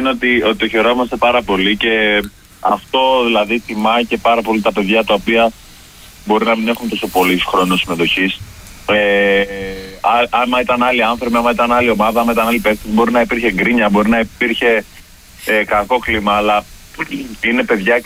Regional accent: Greece; σαν Έλληνες είμαστε μια ομάδα

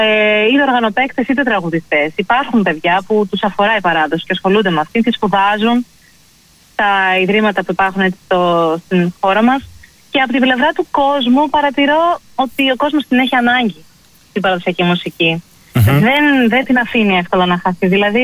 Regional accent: Thessaloniki, Central Macedonia, Greece; Εγώ γεννήθηκα μεγάλο στη Θεσσαλονίκη, mm-hmm. αλλά οι ρίζες μου από τον πατέρα μου είναι από τη Χαλκιδική, από την Γαλάκτα Χαλκιδικής. Mm-hmm. Και από τη μητέρα μου είμαι από την Ανατολική Θράκη, από εκεί κάτι χωριά. Mm-hmm. Οι παππούδες ήρθανε μπροστά εδώ.

